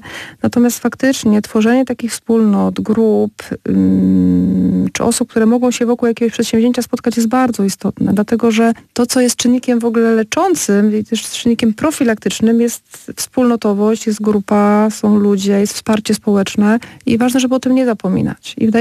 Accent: Kluczbork, Opole Voivodeship, Poland; ja pochodzę z Kurzborka

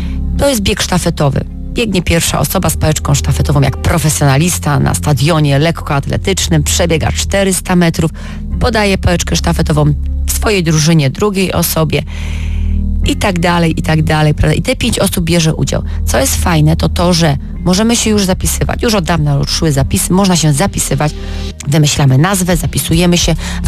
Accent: Opole, Opole Voivodeship, Poland; jesteśmy właśnie w Opolu, miasto nasze jest wybrane

